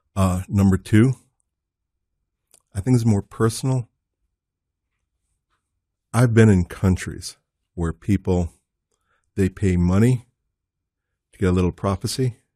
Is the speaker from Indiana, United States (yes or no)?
no; New Jersey, United States